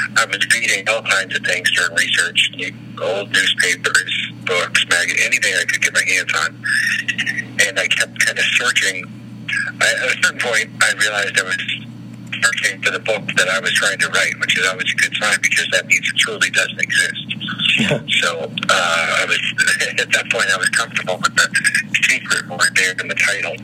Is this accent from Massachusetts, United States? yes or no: yes; Boston, Massachusetts, United States; I'm here from Boston